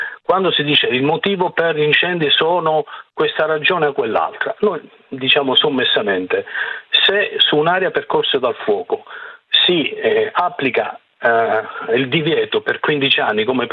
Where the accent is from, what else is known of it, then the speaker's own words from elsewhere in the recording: Calabria, Italy; io lo dico anche da calabrese.